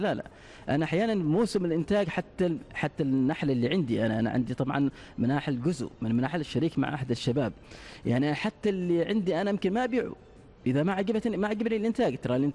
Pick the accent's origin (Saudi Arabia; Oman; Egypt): Oman